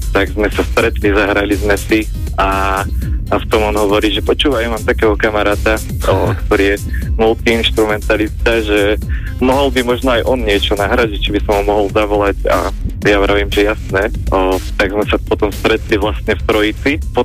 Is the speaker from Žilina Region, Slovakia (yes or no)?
yes; Trstená, Žilina Region, Slovakia; No, ja som z Trstenej